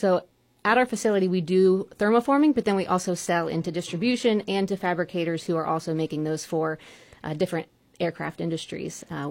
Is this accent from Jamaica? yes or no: no; Newcomerstown, Ohio, United States; So I'm from Newcomers Town. I grew up there, and that facility is there as well.